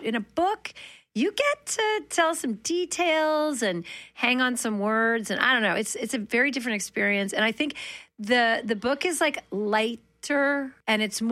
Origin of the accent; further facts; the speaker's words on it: Manitoba, Canada; Growing up in Manitoba, I always tell this story